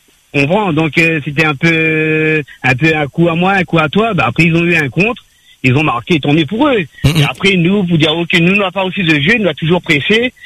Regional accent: Paris, Île-de-France, France; Et voilà, moi, je suis content, je suis parisien

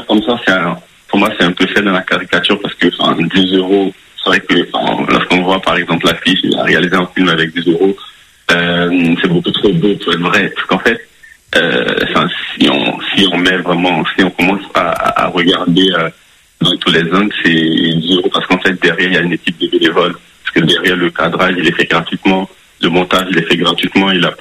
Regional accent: Côte d’Ivoire; moved away; moi je viens de Côte d'Ivoire. Moi, j'ai grandi dans une ville où il n'y avait pas de cinéma.

